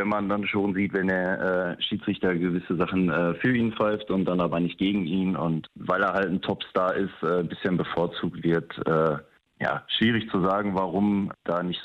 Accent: Germany; Aber wünschen wird man sich natürlich als Deutscher, klar.

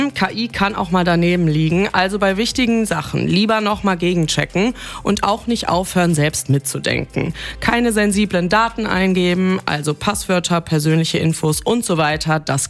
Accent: Cologne, North Rhine-Westphalia, Germany; als Kölnerin

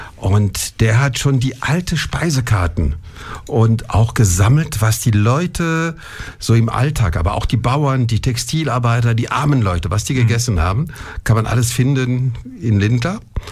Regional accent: Grand Est, France; German is a second language; now in Germany; Die Natur, weil sie erinnert mich an meine Heimat.

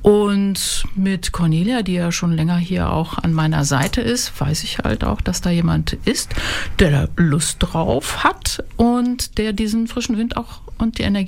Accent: Mönchengladbach, North Rhine-Westphalia, Germany; Nein, ganz ursprünglich bin ich aus Mönchengladbach.

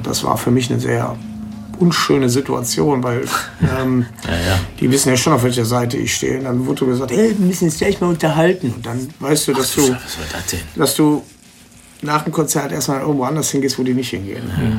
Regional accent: Düsseldorf, North Rhine-Westphalia, Germany; Als Düsseldorfer sitze ich ja nur in meiner Quelle.

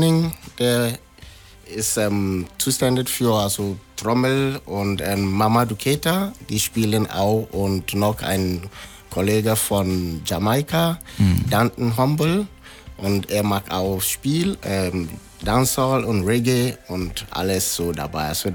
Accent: Ghana; German is a second language; now in Siegen, Germany; wo ich komme aus Ghana.

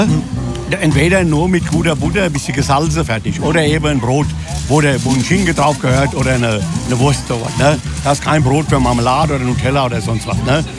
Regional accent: Westerwald, Germany; weil ich komme aus dem Westerwald. Und bei uns war vor Jahren Raiffeisen ist gefeiert worden.

